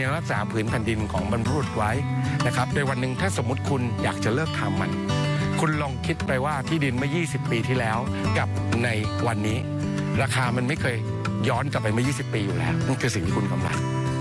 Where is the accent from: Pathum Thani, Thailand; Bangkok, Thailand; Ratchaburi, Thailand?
Bangkok, Thailand; ซึ่งจริงๆผมพื้นเพเป็นคนกรุงเทพผมก็ไม่ได้โตที่สวนหินนะครับก็ยังปรับตัวเป็นเด็กเมืองมาอยู่เด็กในจังหวัดนะฮะแต่ตอนนี้เราอยู่มา27ปีแล้ว